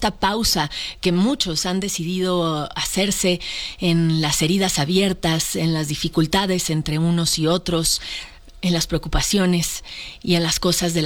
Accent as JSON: {"language": "Spanish", "country": "Mexico"}